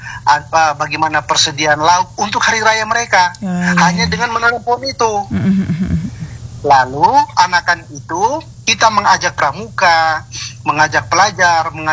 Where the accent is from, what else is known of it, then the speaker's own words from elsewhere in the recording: East Nusa Tenggara, Indonesia; karena dalam kosmologi kita orang Flores, ayah langit dan ibu bumi.